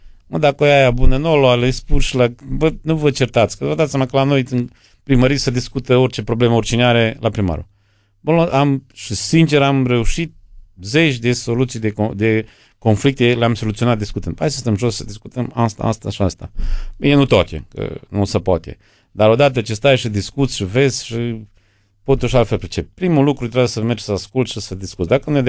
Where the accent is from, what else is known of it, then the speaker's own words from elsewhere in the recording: Coșbuc, Bistrița-Năsăud, Romania; sunt din Coșbuc.